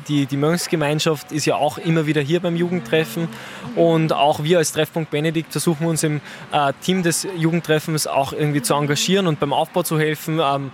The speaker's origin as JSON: {"language": "German", "region": "Upper Austria", "country": "Austria", "tie": "born or raised there", "also_born_or_lived": "Kremsmünster", "said": "Ja, man könnte sagen Kremsmünsterer, weil ich hier maturiert habe und auch zur Schule gegangen bin. Also meine schulische und geistliche Heimat sozusagen, aber ich komme eigentlich aus dem Nachbarort."}